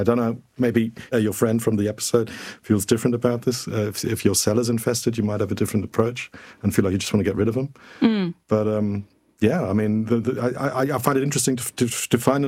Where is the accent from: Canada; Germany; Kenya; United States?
Germany; because I grew up in Germany, so I was aware of these places.